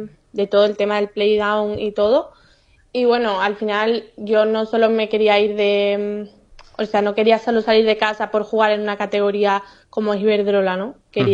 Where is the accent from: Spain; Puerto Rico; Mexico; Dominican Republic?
Spain; Seville, Andalusia; De Sevilla, yo soy de Sevilla.